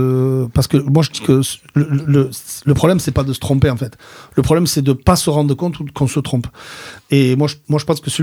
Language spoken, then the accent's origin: French; Béziers, Occitanie, France; Je viens de Béziers, tu vois, je déteste les gens de Béziers parce qu'ils me rappellent que je suis de Béziers.